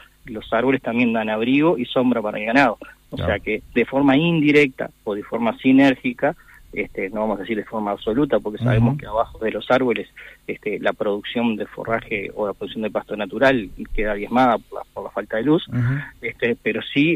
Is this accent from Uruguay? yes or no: yes; Uruguay